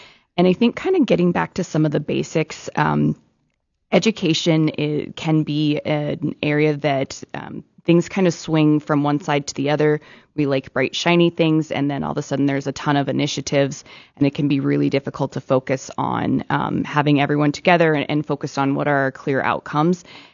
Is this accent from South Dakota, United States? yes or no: yes; Tulare, South Dakota, United States; moved away as an adult; now in Fargo, United States; I grew up in South Dakota, so Tulare.